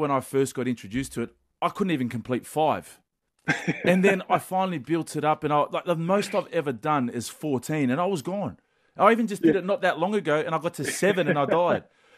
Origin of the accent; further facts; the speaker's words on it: Blacktown, New South Wales, Australia; We're both from Western Sydney, Leila Park, Blacktown